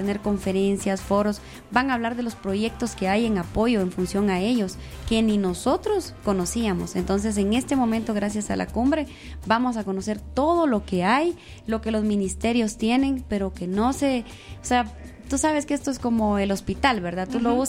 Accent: Honduras; now in Ecuador; Yo soy hondureña, pero trabajamos con café ecuatoriano.

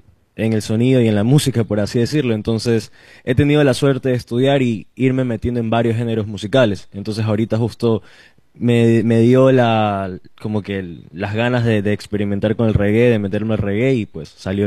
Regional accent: Guayaquil, Guayas, Ecuador; soy artista ecuatoriano, guayaquileño para ser exacto.

